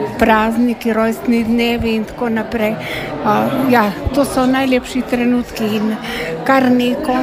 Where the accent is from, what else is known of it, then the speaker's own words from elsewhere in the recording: Koritnica, Slovenian Littoral, Slovenia; Prihajam iz Baške grape, iz Koritnice.